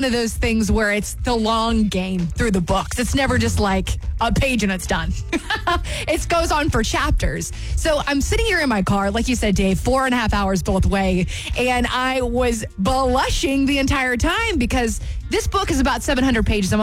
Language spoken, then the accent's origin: English; the South, United States; being a Southerner